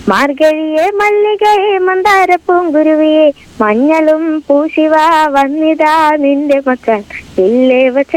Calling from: Pazhassi, Kerala, India; ഞാൻ പഴശ്ശിന്ന് വിളിക്കുന്ന

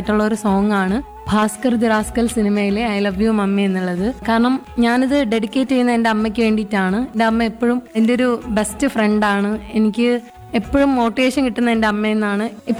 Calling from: Kattakada, Kerala, India; ഞാൻ കാട്ടാക്കട നിന്നാണ് വരുന്നത്. ഞാൻ വിശ്വദർശിനി ടി ടി ഐയിലെ ഒരു സ്റ്റുഡൻ്റ് ആണ്.

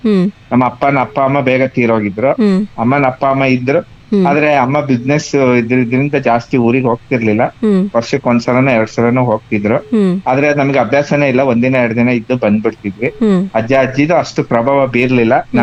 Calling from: Shivamogga, Karnataka, India; Vidyanagar, Shivamogga.

